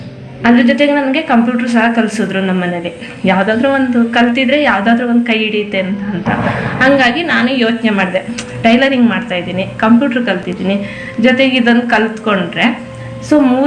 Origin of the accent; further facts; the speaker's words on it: Muttur, Karnataka, India; ನಾನು ಪಿರಿಯಾಪಟ್ಟಣ ತಾಲೂಕು ಮುತ್ತೂರಿಂದ ಬಂದಿದ್ದೀನಿ.